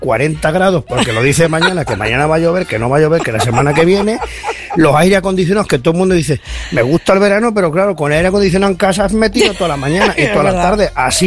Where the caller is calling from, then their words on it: Valencia, Valencian Community, Spain; Y soy de Valencia, sí, pero sí. Estoy en Ciudad Real, en Piedra Buena.